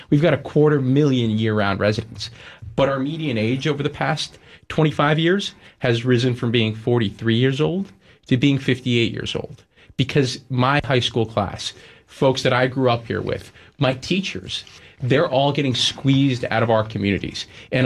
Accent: Massachusetts, United States; born there; when I was born on Cape Cod in the year 2000

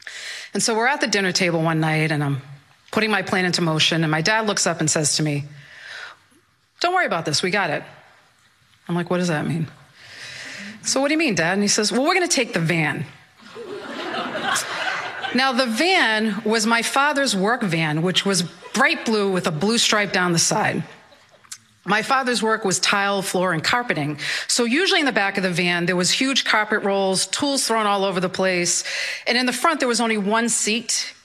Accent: Malden, Massachusetts, United States; I'm from Malden, Massachusetts, and I am a psychic medium

